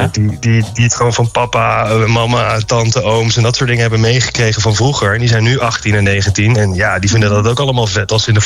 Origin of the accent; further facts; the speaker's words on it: Arnhem, Gelderland, Netherlands; Ja, je had volgens mij in elke plaatselijke kinderdisco, bij ons in Arnhem in ieder geval ook, had je gewoon van 6 tot 8 of 7 tot 9 op vrijdagavond had je dan een DJ.